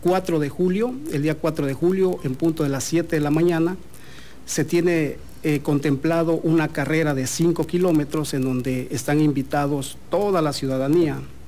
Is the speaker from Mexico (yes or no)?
yes; Mexico; nosotros como mexicanos